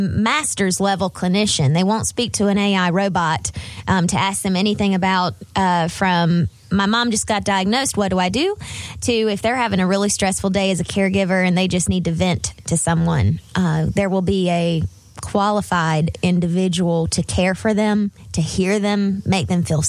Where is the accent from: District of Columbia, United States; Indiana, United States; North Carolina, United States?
North Carolina, United States; Robeson County; I grew up in Robinson County.